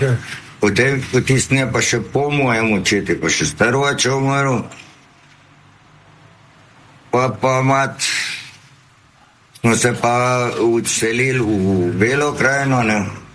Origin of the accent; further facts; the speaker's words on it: Zagorje ob Savi, Central Sava, Slovenia; also born or lived in Trbovlje; Ja, rodil sem se v bistvu v Trbovljih v bolnici, da ga živel pa v Zagorju, v Savi.